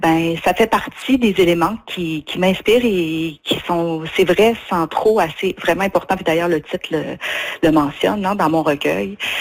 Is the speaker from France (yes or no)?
no; Gaspé, Quebec, Canada; je suis gaspésienne, hein, je viens de Gaspé.